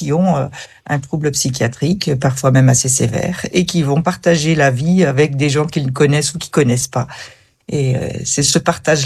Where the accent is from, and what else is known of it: Tours, Centre-Val de Loire, France